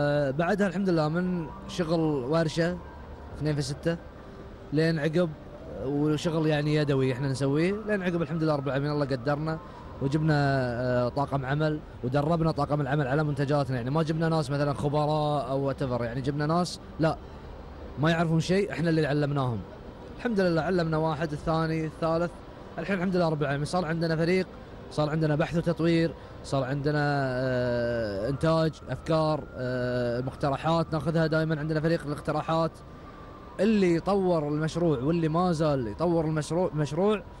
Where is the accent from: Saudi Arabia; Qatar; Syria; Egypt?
Qatar; من بلادي قطر،